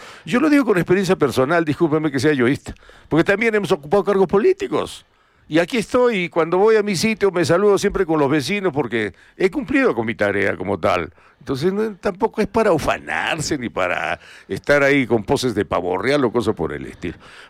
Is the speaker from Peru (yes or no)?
yes; Arequipa, Peru